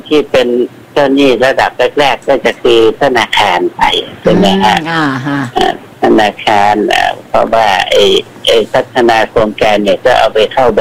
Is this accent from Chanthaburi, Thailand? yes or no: no; Nonthaburi, Thailand; เพื่อนบ้านมันก็เป็นคนกรุงเราเป็นคนนนท์ใช่ไหมล่ะนะฮะ